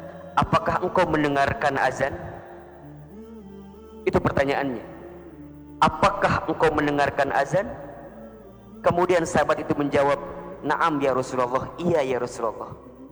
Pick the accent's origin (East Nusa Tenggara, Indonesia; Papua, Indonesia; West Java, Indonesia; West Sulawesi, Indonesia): West Java, Indonesia; Garut